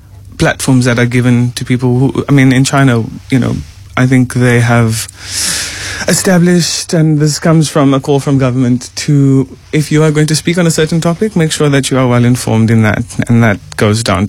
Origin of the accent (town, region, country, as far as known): South Africa